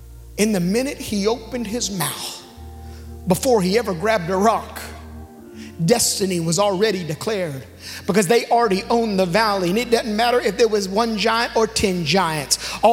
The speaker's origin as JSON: {"language": "English", "town": "Dallas", "region": "Texas", "country": "United States", "moved": "yes", "said": "I'm from Dallas"}